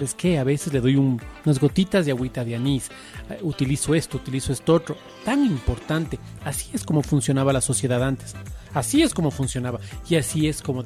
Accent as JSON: {"language": "Spanish", "town": "Quito", "region": "Pichincha", "country": "Ecuador"}